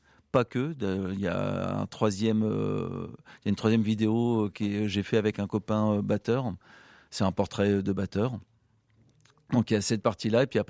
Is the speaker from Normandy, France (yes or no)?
yes; Normandy, France; Je viens de Normandie.